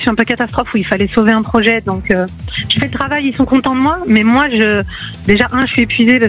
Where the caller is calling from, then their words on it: Île-de-France, France; Je vous appelle du 91.